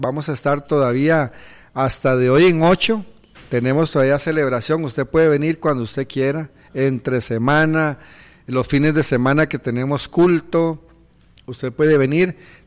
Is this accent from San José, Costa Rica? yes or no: yes; Aserrí, San José, Costa Rica; Desde la tierra de Acerrí le decía a Richard, mi tierra, ¿verdad?